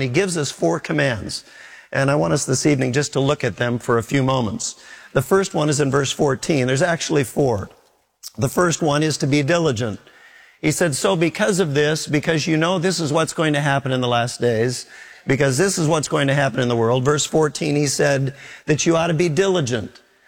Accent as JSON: {"language": "English", "town": "Minneapolis", "region": "Minnesota", "country": "United States", "tie": "born or raised there", "said": "a dear man who I grew up with in Minneapolis."}